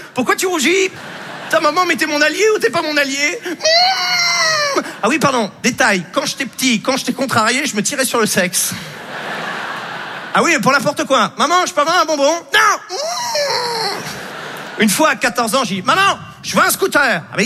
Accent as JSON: {"language": "French", "region": "Normandy", "country": "France", "tie": "born or raised there", "said": "J'ai grandi en Basse-Normandie, et une... et une psy en Basse-Normandie, on va relativiser, c'est pas pareil, non."}